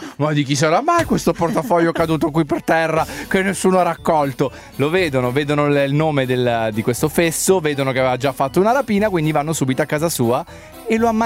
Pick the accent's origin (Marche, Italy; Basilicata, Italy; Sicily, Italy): Sicily, Italy; Palermo; io sono palermitano, sono nato a Palermo